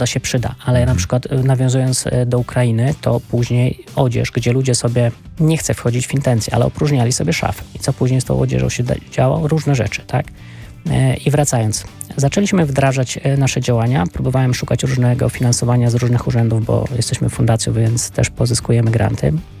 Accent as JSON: {"language": "Polish", "region": "Lublin Voivodeship", "country": "Poland", "moved": "yes", "lives_now": "Opole Voivodeship, Poland", "said": "pochodzę z Lubelszczyzny, co prawda mieszkam teraz na Opolszczyźnie i też na terenach takich, no, można powiedzieć, które były zalane w 97, teraz nie."}